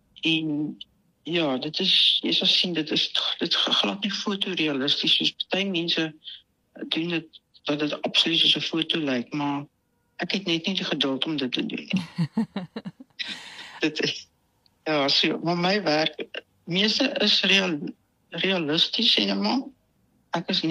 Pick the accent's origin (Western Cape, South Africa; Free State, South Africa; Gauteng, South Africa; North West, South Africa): Gauteng, South Africa; Heidelberg; ek het op Heidelberg in Transvaal groot geword en daar was nie sulke geleenthede gewees